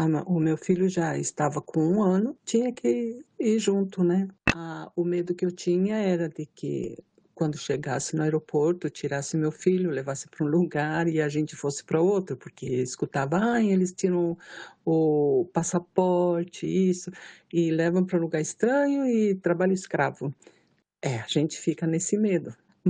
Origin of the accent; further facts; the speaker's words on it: Spain; Portuguese is a second language; moved away; also born or lived in Japan; E eu, como eu era espanhola, sou espanhola, né? Não exigiam isso de mim. Eles aceitavam muito mímica, né? E ficava tudo assim, tudo certo. Fui muito acolhida no Japão.